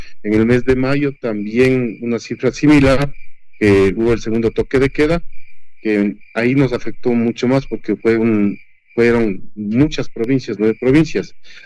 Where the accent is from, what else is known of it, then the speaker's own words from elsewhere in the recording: Ecuador; como ecuatorianos, como buenos ecuatorianos que somos nosotros